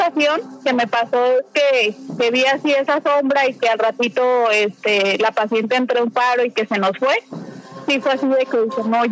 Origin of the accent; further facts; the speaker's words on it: Guadalajara, Jalisco, Mexico; Soy de Guadalajara, les acabo de hablar.